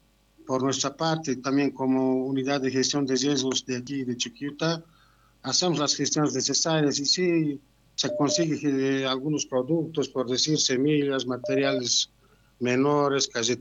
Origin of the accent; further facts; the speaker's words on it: Llallagua, Potosí, Bolivia; Yo soy de Llayagua, ¿no?, un llayagüeño más